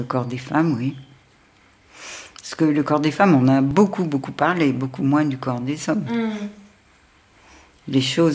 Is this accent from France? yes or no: yes; Berck, Hauts-de-France, France; Je suis née à Berck et c'est les Anglais, d'ailleurs, qui bombardaient et qui ont cassé tout... Je vivais quand j'étais petite au milieu des ruines, au milieu des mines.